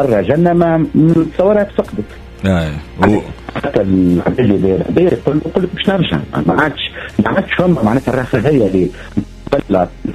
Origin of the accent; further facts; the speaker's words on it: Tunisia; انا كشاب تونسي عمري 28 سنة